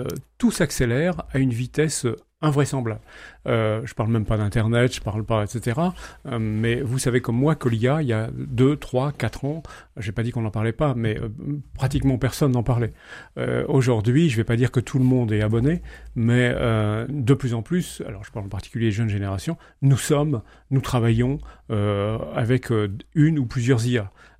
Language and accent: French; Hauts-de-France, France; Je vous ferai une réponse de Normand, je ne suis pas, puisque je suis du Pas-de-Calais.